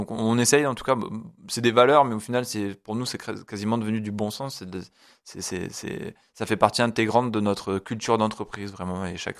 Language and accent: French; Avignon, Provence-Alpes-Côte d'Azur, France; moved away; moi je suis originaire d'Avignon, j'ai vécu de nombreuses années à Avignon et j'avais cette volonté aussi de revenir ici pour créer mon entreprise ici.